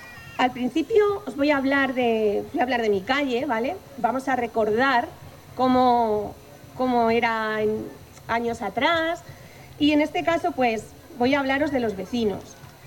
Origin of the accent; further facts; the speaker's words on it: Miguelturra, Castilla-La Mancha, Spain; Y esta parte de mi familia pues ha vivido siempre en la calle Malpica. Por lo que puedo decir que soy hija, nieta y vecina del barrio.